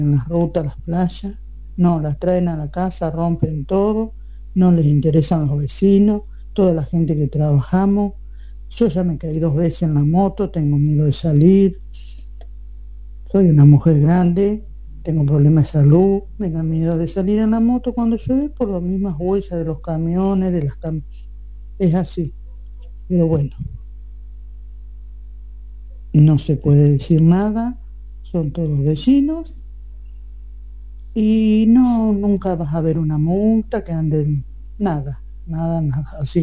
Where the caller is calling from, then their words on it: Argentina; vivo en Barrio Bonito, calle Satranio